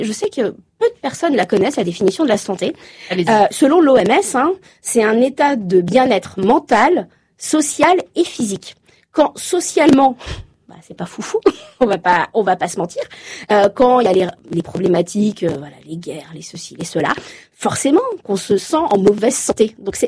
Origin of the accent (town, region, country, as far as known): Normandy, France